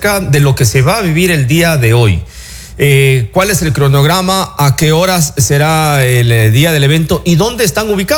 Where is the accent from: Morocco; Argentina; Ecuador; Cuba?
Ecuador; Santo Domingo, Santo Domingo de los Tsáchilas; y yo que soy de Santo Domingo